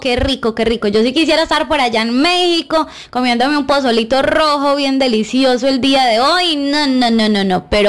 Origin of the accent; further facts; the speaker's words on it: Colombia; moved away; soy colombiana y también me gusta mucho la comida colombiana